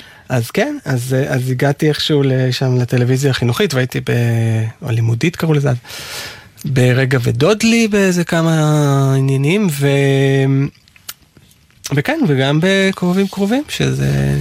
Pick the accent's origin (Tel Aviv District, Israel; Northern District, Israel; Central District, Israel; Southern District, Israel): Tel Aviv District, Israel; Tel Aviv; born there; נולדתי בתל אביב לפני 50 שנה.